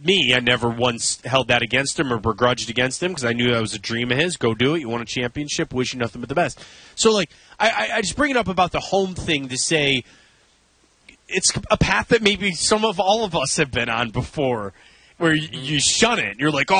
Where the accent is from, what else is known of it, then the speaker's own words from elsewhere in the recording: Akron, Ohio, United States; Because I'm not from Cleveland, I'm from Akron. That's different, you know